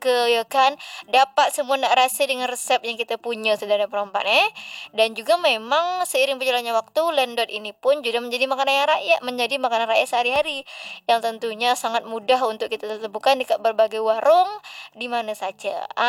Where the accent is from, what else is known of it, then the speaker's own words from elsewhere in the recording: Riau Islands, Indonesia; orang kita Melayu nih, Kepulauan Riau.